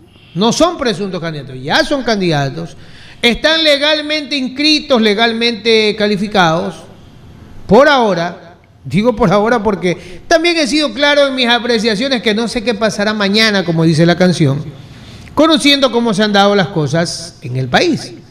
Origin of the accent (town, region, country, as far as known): Manta, Manabí, Ecuador